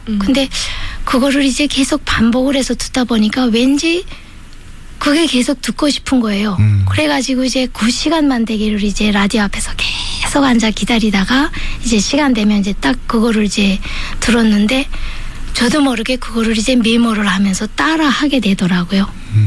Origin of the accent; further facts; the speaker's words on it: North Korea; moved away; 제가 저 북한에서 이제 살고 있을 때